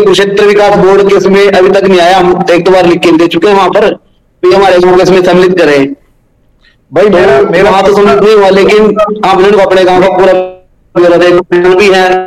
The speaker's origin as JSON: {"language": "Hindi", "town": "Pujam", "region": "Haryana", "country": "India"}